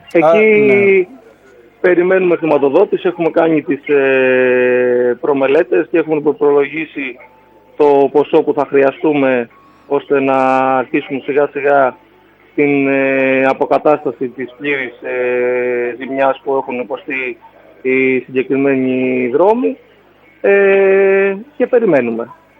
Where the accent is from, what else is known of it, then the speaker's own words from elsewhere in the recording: Western Greece, Greece; born there; στο χωριό μου τη Βουλιάχμενη